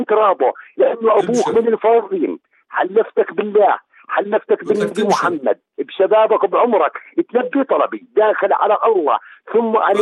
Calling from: Irbid, Irbid Governorate, Jordan; وبعنواني بإربد ساكن بعمرة آيدي للسقوط

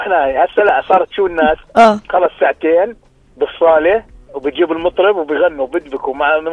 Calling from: Zarqa, Zarqa Governorate, Jordan; عندنا بالزرقاء

